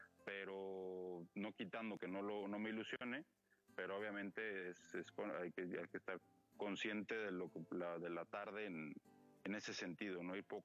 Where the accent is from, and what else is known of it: San Luis Potosí, Mexico